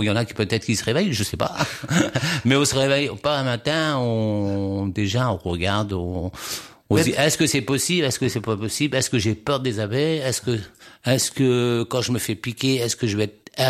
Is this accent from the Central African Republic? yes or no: no; Chartres, Centre-Val de Loire, France; Oui, je suis originaire de Chartres.